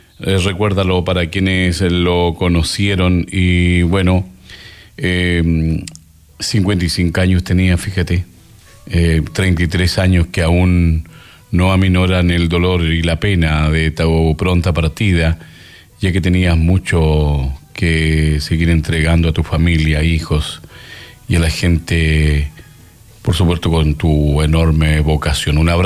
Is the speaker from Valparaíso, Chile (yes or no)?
no; Angol, Araucanía, Chile; nos representen como angolino. Como chileno